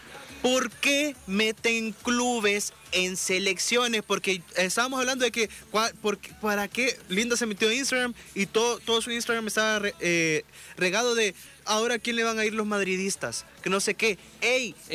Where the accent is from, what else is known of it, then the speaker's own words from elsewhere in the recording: El Salvador; todos los de El Salvador somos españoles. Todos aquí somos españoles.